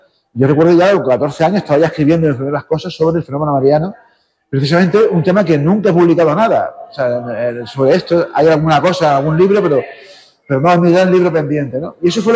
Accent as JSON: {"language": "Spanish", "town": "Marmolejo", "region": "Andalusia", "country": "Spain", "tie": "born or raised there", "said": "Yo soy de Jaén, de un pequeño pueblo de Jaén, de Marmolejo, que está muy cerca de Andújar, y yo me crié con mi madre, que era madre soltera."}